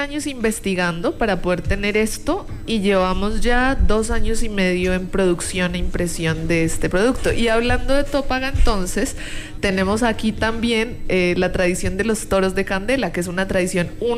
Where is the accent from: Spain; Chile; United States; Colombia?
Colombia; Monguí, Boyacá; Yo soy del pueblo más lindo que tiene Boyacá, con el perdón de todos los oyentes. pero además supremamente orgullosa de ser de esa tierra preciosa.